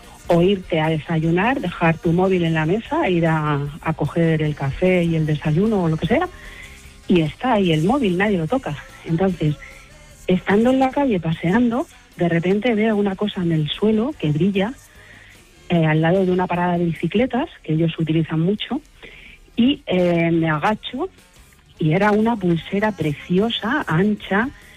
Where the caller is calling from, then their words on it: Spain; Y yo, como soy española